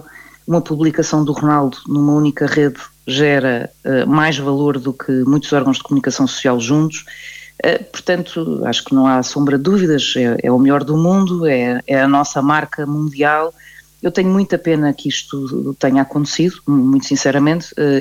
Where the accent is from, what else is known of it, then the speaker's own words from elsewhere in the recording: Portugal; enquanto portuguesa